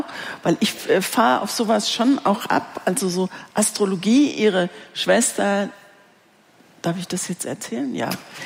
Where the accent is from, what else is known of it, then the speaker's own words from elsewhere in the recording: Greece; ich als Griechin zeige dir Dolmades.